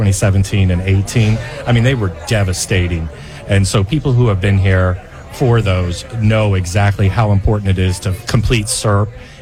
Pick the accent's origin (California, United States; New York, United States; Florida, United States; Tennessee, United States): Florida, United States; Naples; born there; also born or lived in Cape Coral; lived in Cape Coral when I was born, even though I was physically born in Naples.